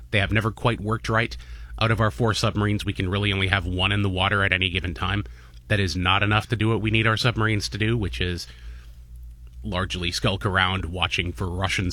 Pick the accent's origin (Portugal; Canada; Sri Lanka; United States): Canada